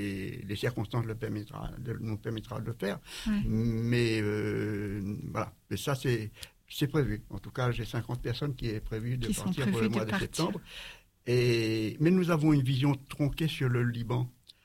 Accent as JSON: {"language": "French", "country": "Réunion", "said": "Je suis réunionnais."}